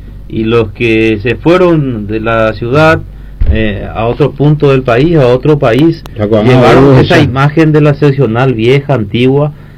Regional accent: Paraguay

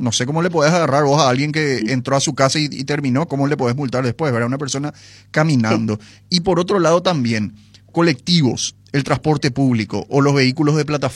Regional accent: Paraguay; now in Asunción, Paraguay; nosotros como paraguayos

